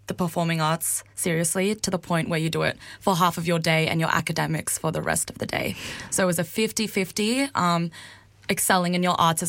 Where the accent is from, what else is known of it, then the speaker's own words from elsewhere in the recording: Clayton, Victoria, Australia; also born or lived in Narre Warren; I was born and raised here. But when I was born, my parents went back to work and my Lula and Lulu actually raised me. So I grew up in Clayton.